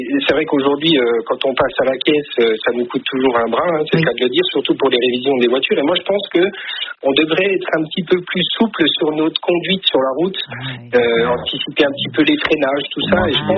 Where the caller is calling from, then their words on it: Delle, Bourgogne-Franche-Comté, France; Je vous appelle de Delle. C'est juste à côté de Belfort, en France.